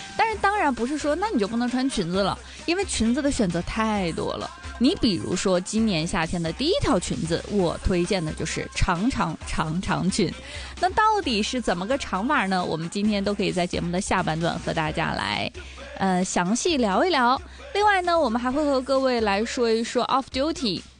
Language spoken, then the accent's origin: Chinese; Yanbian, Jilin, China; moved away; 我老家是延边的嘛，就吉林省延边州